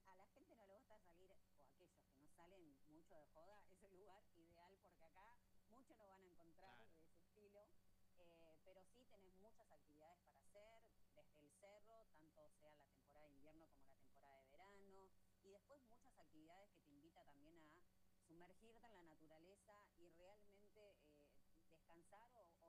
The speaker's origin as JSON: {"language": "Spanish", "region": "Buenos Aires", "country": "Argentina", "moved": "as an adult", "lives_now": "Villa Pehuenia, Argentina", "said": "ya estoy instalada ya hace 5 años. Pero no vengo a, no soy de acá, soy de Buenos Aires, pero ya está. Me quedo acá"}